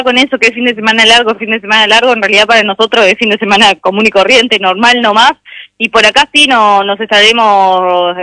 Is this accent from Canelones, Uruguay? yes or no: yes; Canelones, Uruguay; somos de Canelones igualmente, pero bueno, tenemos que venir a trabajar igual.